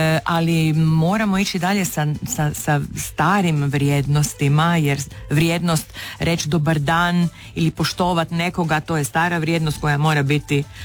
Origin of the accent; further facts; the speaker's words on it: Rijeka, Primorje-Gorski Kotar County, Croatia; first language Chakavian and Fiuman (Italian dialect); Ja ne mogu reći da sam Talijanka iz Rima. Ja sam Riječanka koja donosi u sebi i taj talijanski